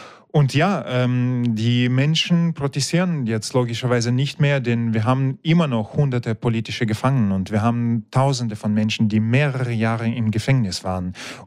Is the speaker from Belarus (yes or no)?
yes; Vileyka, Minsk Region, Belarus; German is a second language; Ja, die Gedanken über Belarus, über die Stadt Minsk oder meine Heimatstadt Vileika und andere Orte kommen immer wieder. Und es gibt so viele Flashbacks aus meiner Kindheit und Jugend